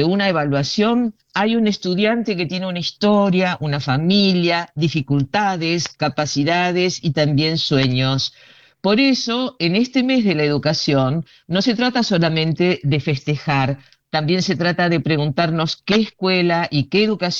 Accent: Argentina; nos haga sentir orgullosos como argentinos.

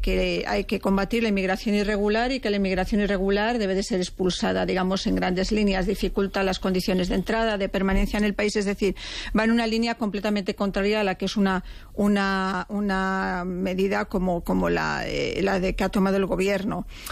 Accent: Spain; Yo, como española, pues lo que quiero es que ante una crisis de esta todo el mundo cierre filas en torno a mi país

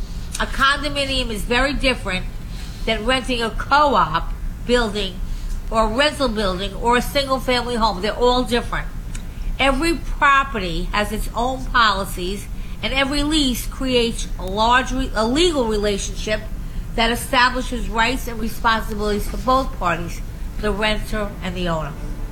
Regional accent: Long Island, New York, United States; I came from Long Island. It was easy there to rent. When I went to the city, it was a whole to-do.

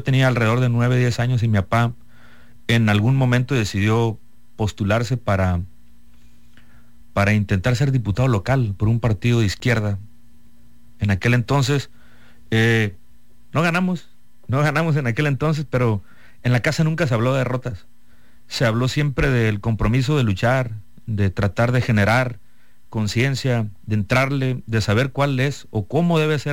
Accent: La Reforma, Sinaloa, Mexico; tengo 38 años, Víctor, soy originario del municipio, allí viví hasta mis 17 años, el municipio Angostura, expresamente del campo pesquero La Reforma, ahí crecí hasta los 17 años, terminé la prepa y me mudé a Culiacán a estudiar

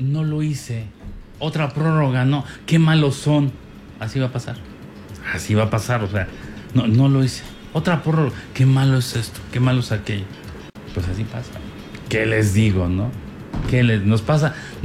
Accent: Mexico; somos buenos mexicanos, buenísimos mexicanos.

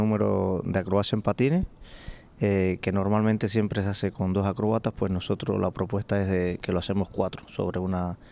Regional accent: Tenerife, Canary Islands, Spain; soy acróbata. Como dijo Raúl, actualmente subcampeón de Got Talent en España, y vengo desde Tenerife.

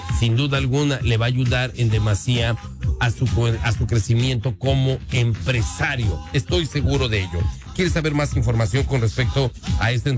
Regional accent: Mexico; now in Nebraska, United States; La mayor parte de los hispanos que vivimos aquí en Nebraska, y en el caso del consulado que también atiende Iowa, somos mexicanos.

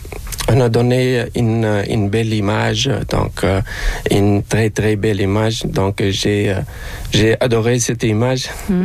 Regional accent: Tunisia; moved away as an adult; now in Quebec, Canada; ma femme, elle a resté pendant un an chez nous, à Tunisie

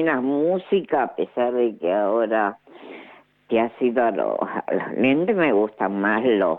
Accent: San Juan, Argentina; moved away; yo soy de San Juan

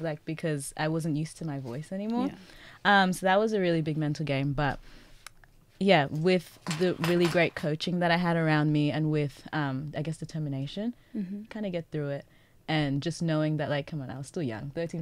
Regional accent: Australia; also born or lived in Zimbabwe; I'm able to relate to being Australian as much as I'm able to relate to being Zimbabwean.

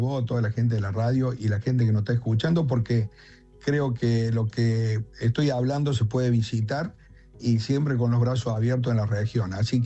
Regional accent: Argentina; lo importante es que los argentinos, los que nos sentimos que somos argentinos, hagamos por este país maravilloso.

